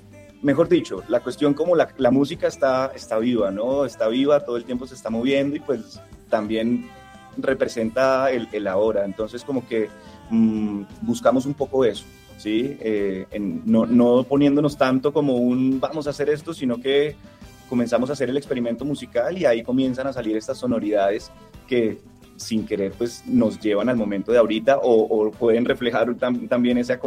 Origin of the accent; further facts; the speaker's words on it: Huila, Colombia; yo soy huilense, yo soy opita